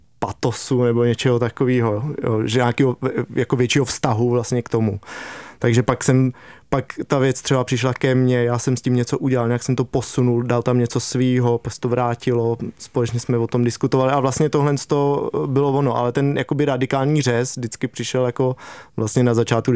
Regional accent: Lysá nad Labem, Central Bohemian Region, Czechia; My využíváme vlastně toho, že jsme oba z Lysí nad Labem, což je malý město

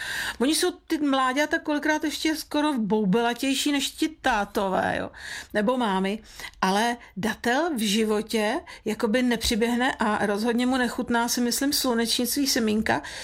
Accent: South Bohemian Region, Czechia; now in Prague, Czechia; A datel je pták, který třeba u nás v Jižních Čechách skoro není, ale tady v Praze já ho potkávám v Krtském lese velice často

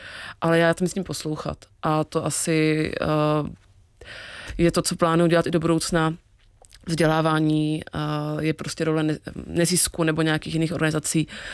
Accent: Olomouc, Olomouc Region, Czechia; Já jsem jako děvče z Olomouce původně. My jsme v Olomouci, když jsem byla malá, tak tam byl jeden jediný jako vlastně Afričan.

